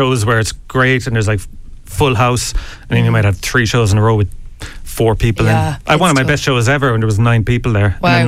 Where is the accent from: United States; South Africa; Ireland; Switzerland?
Ireland; Tralee, Munster; Tralee. Yeah. And because I was always like, oh, they don't get, because I never fit in there, you know. But now I've been back there and it's gone all right.